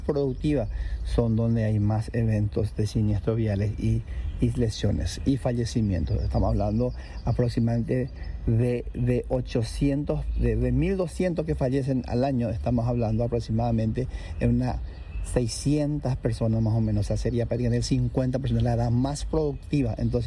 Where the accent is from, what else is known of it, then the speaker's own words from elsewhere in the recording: Paraguay; sabemos, como paraguayo, ¿verdad?, que se recuerda. Más de 2 millones de paraguayos que van a Cacupé